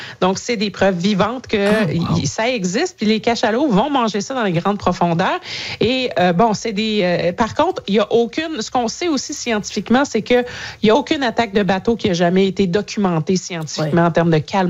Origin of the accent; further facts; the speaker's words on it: Newfoundland and Labrador, Canada; Première série dramatique Netflix tournée entièrement chez nous à Terre-Neuve